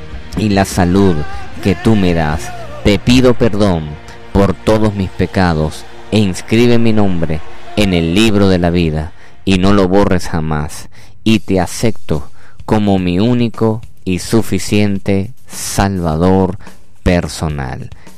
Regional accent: Venezuela; nuestro hermoso país Venezuela.

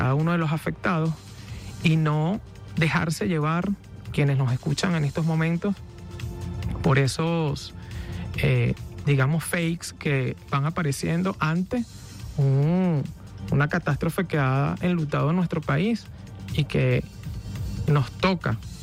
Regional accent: Venezuela; unirnos todos como venezolanos, como hermanos

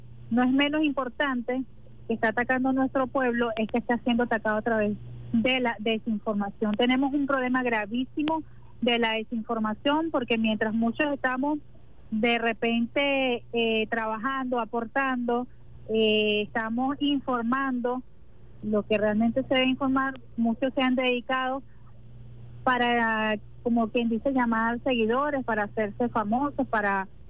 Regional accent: Venezuela; como venezolanos debemos tomar

